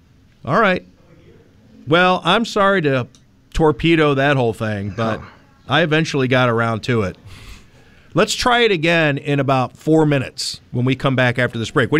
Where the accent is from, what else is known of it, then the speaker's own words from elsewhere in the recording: Cleveland, Ohio, United States; moved away; also born or lived in Nevada; WGAR, which is what I grew up listening to in Cleveland.